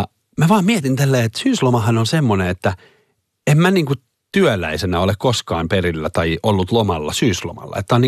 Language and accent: Finnish; Helsinki, Uusimaa, Finland; born there; mähän on kaupunkilaispoika